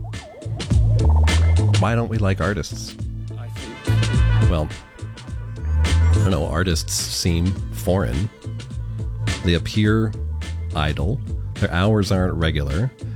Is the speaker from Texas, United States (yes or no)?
no; Burlington, Vermont, United States; A very sad thing is happening in my hometown this week in that the Radio Bean in Burlington, Vermont, a place that's close to my heart, is closing after more than 20 years.